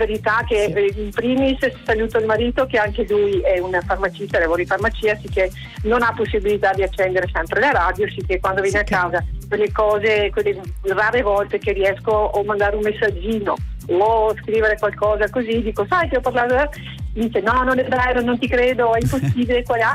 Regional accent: Veneto, Italy; accent: Venetian dialect; now in Vicenza, Italy; si parlava in dialetto, no? Il nostro dialetto veneto.

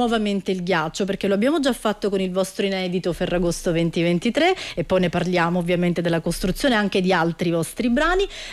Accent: Sicily, Italy; vengo dalla Sicilia

